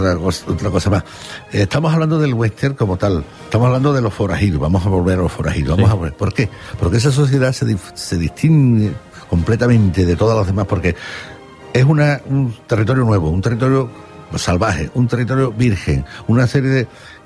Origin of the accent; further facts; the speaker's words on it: Spain; a nosotros nos hizo mucho daño, en el sentido de, como españoles